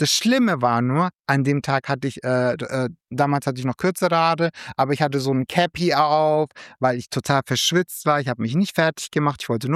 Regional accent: Germany; born there; zwar geboren in Deutschland

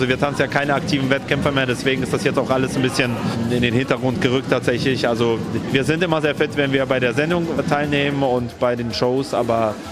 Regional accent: Germany; born there; also born or lived in Russia; Ich fühle mich tatsächlich mehr deutsch. Ich bin mehr in Deutschland, länger in Deutschland. Ich bin in Deutschland sozialisiert

